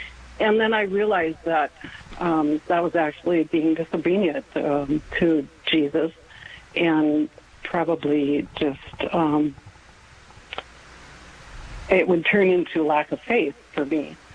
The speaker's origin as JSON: {"language": "English", "region": "North Dakota", "country": "United States", "said": "I'm from North Dakota"}